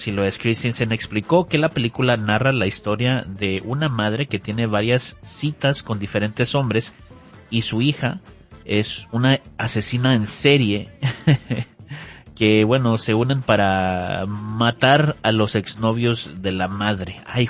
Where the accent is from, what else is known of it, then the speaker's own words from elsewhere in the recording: Monterrey, Nuevo León, Mexico; now in Omaha, United States; yo también soy de Monterrey